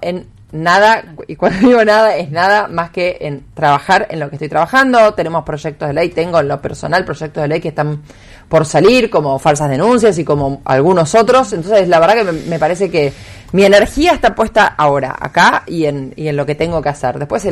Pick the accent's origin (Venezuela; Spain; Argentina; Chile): Argentina; Santa Fe